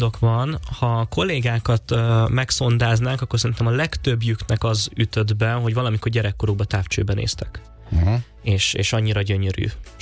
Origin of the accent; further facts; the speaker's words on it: Budapest, Hungary; born there; én a planetáriumban nőttem fel annak idején a Népligetben